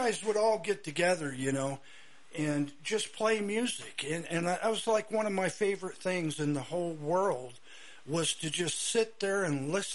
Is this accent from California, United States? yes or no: no; Seymour, Indiana, United States; I grew up in the Seymour First Church of the Nazarene